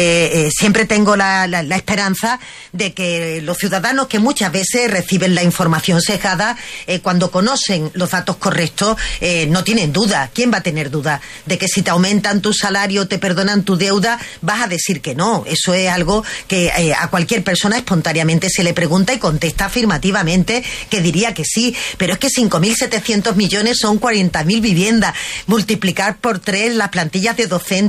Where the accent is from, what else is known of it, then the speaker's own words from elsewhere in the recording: Andalusia, Spain; Porque la visión del sur que traemos las personas que somos de Andalucía